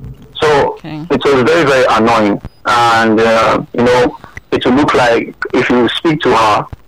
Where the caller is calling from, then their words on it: Nigeria; I'm calling from Ojolasun.